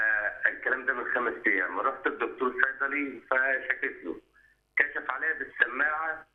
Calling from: Minya, Minya Governorate, Egypt; حنا بوشر من المنيا

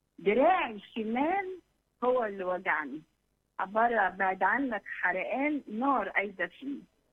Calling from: Egypt; انا من مصر.

